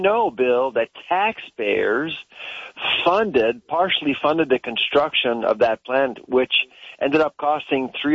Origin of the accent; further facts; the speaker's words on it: Canada; Whenever you go to China, as a Canadian, everyone asks you, can you send baby formula to China